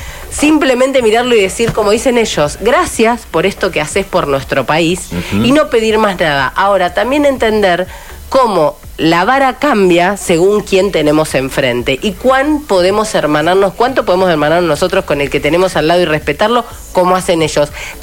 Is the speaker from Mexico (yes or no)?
no; Argentina